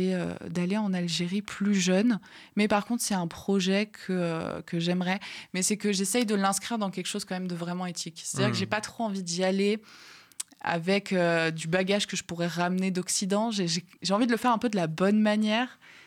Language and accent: French; France; quand on a grandi en France